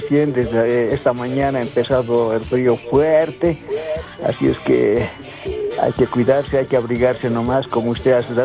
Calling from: Oruro, Bolivia; mamás de Oruro, de mi pueblo Alto Saucarí, de toda Bolivia en general

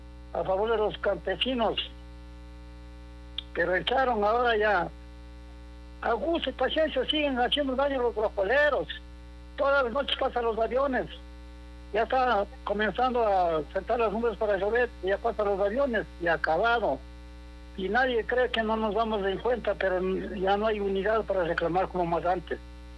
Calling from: Cusubamba, Cotopaxi, Ecuador; Estoy llamando de Cusubamba

